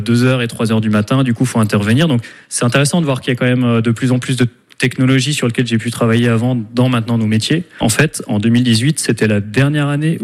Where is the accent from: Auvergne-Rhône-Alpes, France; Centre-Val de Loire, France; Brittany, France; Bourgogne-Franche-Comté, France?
Bourgogne-Franche-Comté, France; Beaune; Tu es devant la maison où j'ai grandi. Hein. Moi, je suis né